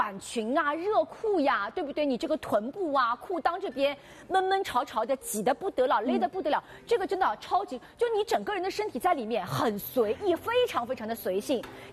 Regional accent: Shanghai, China

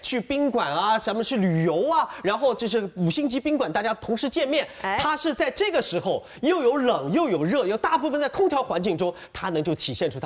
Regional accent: China; 我们中国人

